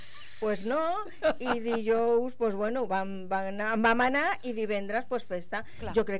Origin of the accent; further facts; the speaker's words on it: Catalonia, Spain; also born or lived in Andalusia; jo sóc catalana perquè vaig venir aquí, bueno, andalusa, però vaig venir aquí amb 2 anys